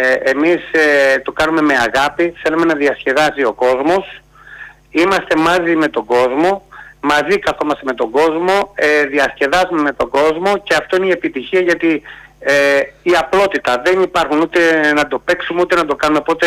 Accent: Patras, Western Greece, Greece; Αγαπάω την πόλη μου. Είμαι γέννημα Θερμαπατρινός.

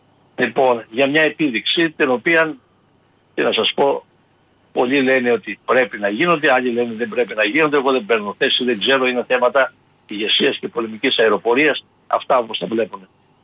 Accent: Pramanta, Epirus, Greece; είναι από το χωριό μου. Λοιπόν, από Πράμαντα Ιωαννίνων.

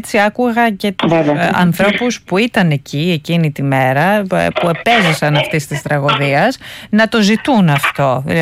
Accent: Lamia, Central Greece, Greece; Η πόλη μου, η Λαμία

